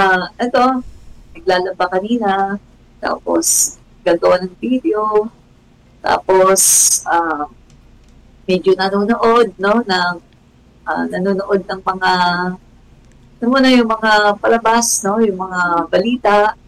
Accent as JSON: {"language": "Tagalog", "region": "Mindanao", "country": "Philippines", "said": "hindi namin alam sino Duterte, pero taga Mindanao kami ah. Nag-migrate na lang."}